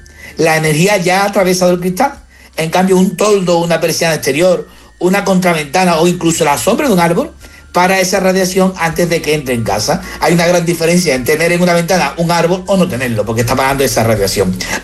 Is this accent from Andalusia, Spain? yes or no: yes; Seville, Andalusia, Spain; Yo que soy de Sevilla, yo no he vivido esa juventud y esa infan